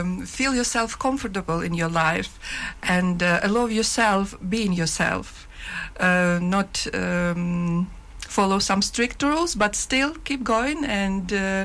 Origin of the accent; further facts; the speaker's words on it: Ukraine; now in Aberdeen, United Kingdom; I'm from Ukraine and I'm a mother of two boys. A single mum, actually, yes.